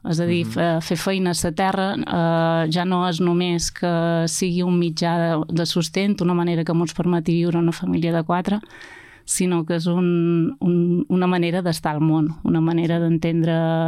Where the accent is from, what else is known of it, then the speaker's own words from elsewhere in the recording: Mallorca, Balearic Islands, Spain; born there; moved away as an adult; also born or lived in Barcelona / Italy; now in Menorca, Spain; Som nascuda a Mallorca, filla de menorquins, que van anar a Mallorca fa molts d'anys, i vaig estudiar, vaig viure a Barcelona, vaig viure a Itàlia